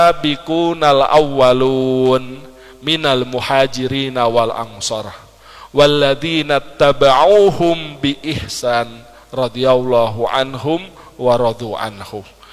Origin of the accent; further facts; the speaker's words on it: Surakarta, Central Java, Indonesia; ya kira-kira kita orang Solo, ya lebih hafal keutamaan orang Betawi apa orang Jawa, Pak?